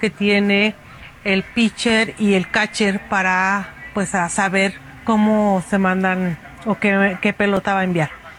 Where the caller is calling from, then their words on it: Aguascalientes, Mexico; los escucho desde Aguascalientes.